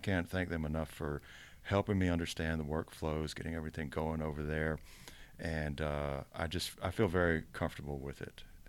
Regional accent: Georgia, United States; I'm from Georgia.

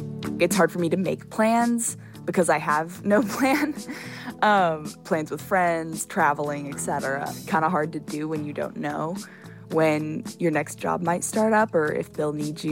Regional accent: Nashville, Tennessee, United States; And so right now I'm in Nashville, Tennessee, which is my hometown.

